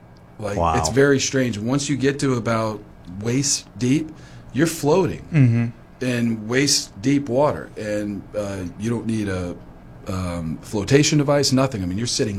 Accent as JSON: {"language": "English", "town": "New Orleans", "region": "Louisiana", "country": "United States", "said": "Okay, so, and I'm from New Orleans, Louisiana. I know heat."}